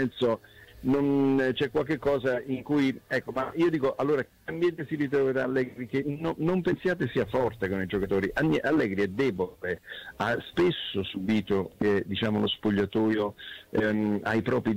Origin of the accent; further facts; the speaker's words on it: Naples, Campania, Italy; poi ogni volta appena scrivo qualche cosa sul Napoli, io napoletano, mi arrivano sempre le critiche